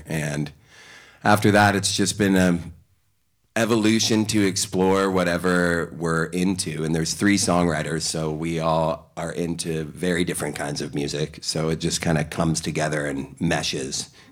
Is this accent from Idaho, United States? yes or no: yes; Idaho, United States; For me, I'm from Idaho originally, and my parents would take me to the county fair